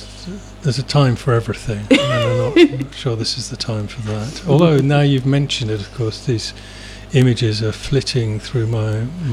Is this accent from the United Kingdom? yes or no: yes; London, United Kingdom; born there; also born or lived in Camberwell; I was born in Catford and lived in Camberwell.